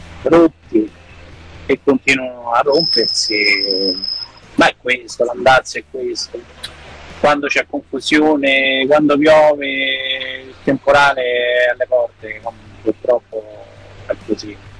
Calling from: Rome, Lazio, Italy

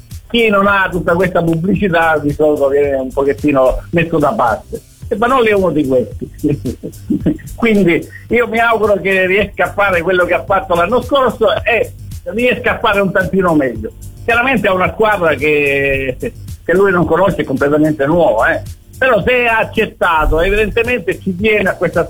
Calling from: Capo d'Orlando, Sicily, Italy

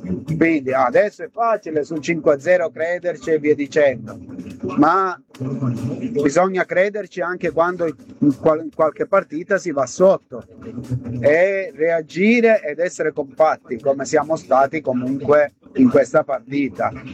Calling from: Lavagna, Liguria, Italy; … da Lavagna

